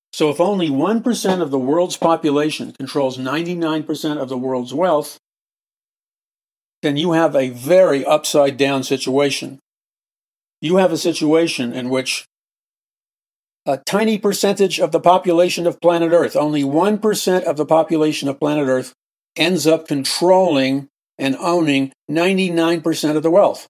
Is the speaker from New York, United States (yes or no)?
yes; New York City, New York, United States; And maybe you've heard that expression wherever you grew up, but I heard it a lot growing up in New York City.